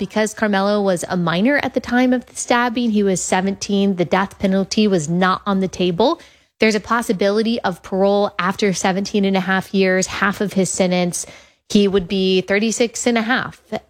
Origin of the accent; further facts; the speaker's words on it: Dallas, Texas, United States; born and raised in Dallas, Texas, this occurred just minutes away from where I grew up